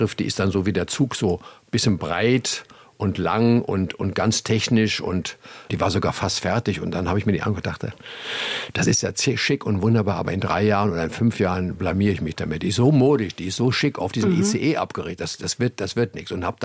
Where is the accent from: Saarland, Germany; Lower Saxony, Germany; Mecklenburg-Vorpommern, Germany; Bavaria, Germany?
Lower Saxony, Germany; Stadthagen; born there; Also, dass ich, wo ich geboren bin, in Stadthagen bei Hannover, meine Eltern waren mit der Druckerei befreundet, die im Nebenhaus war.